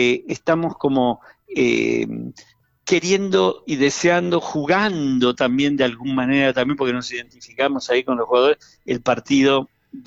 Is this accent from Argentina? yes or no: yes; Argentina; soy argentino yo también